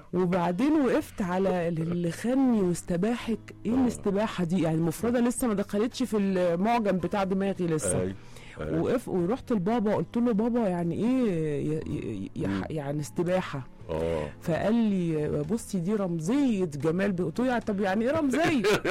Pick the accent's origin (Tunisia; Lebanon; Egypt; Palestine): Egypt; Mansoura, Dakahlia; في قاهره المعز، بما اني ريفيه من المنصوره وجايه بانبهار المصادر